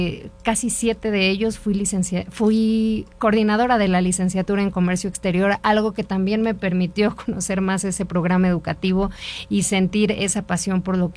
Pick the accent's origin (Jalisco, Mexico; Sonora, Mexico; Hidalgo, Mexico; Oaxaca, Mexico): Hidalgo, Mexico; Villa de Tezontepec; born there; soy hidalguense, nací en el municipio de Villa de Tezontepec